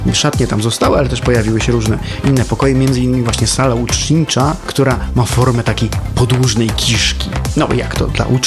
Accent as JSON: {"language": "Polish", "town": "Kraków", "region": "Lesser Poland", "country": "Poland", "said": "my z Krakowa"}